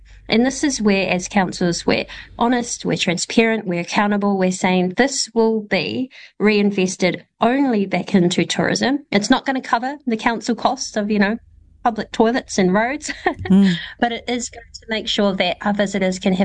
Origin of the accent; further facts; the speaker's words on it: New Zealand; You know, every you go overseas anywhere and you say, I'm from New Zealand, and they go, ah, the haka, you know, ah, the All Blacks.